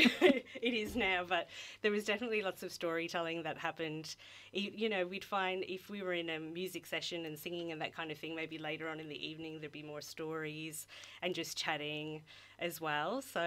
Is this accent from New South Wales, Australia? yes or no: no; Latrobe Valley, Victoria, Australia; that's really being Irish and growing up probably in a really social settings, Irish people, there was a lot of Irish community here locally in the Latrobe Valley when I was growing up.